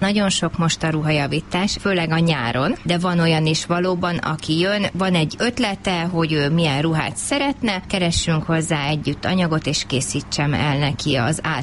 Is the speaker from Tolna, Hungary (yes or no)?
yes; Pincehely, Tolna, Hungary; Mert én viszont Tolna megye Pincehelyről származom